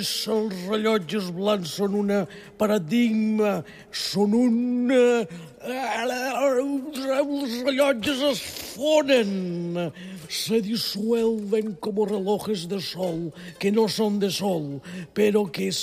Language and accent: Catalan; Catalonia, Spain; Em pot parlar en català perquè jo sóc català de tota la vida.